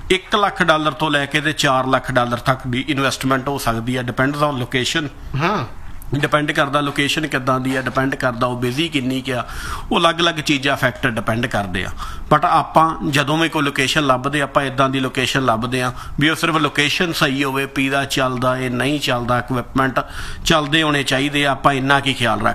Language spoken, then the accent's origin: Punjabi; Patti, Punjab, India; moved away; ਮੈਂ ਪੱਟੀ ਤੋਂ ਬਿਲੋਂਗ ਕਰਦਾ ਜੀ